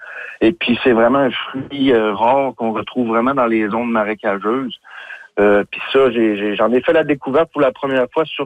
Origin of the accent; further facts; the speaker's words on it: Rivière-Saint-Jean, Quebec, Canada; pouvoir rester chez nous en faisant à mon village natal de Rivière-Saint-Jean